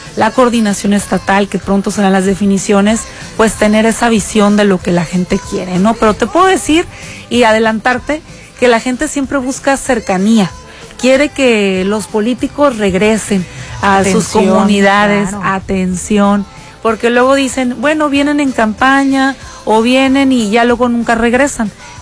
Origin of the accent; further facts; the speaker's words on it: Mazatlán, Sinaloa, Mexico; also born or lived in Culiacán; soy nacida aquí en Culiacán, un 4 de marzo de 1983. Y desde chiquita me llevaron a vivir a Mazatlán. Tenía 7 años cuando me fui a vivir a Mazatlán.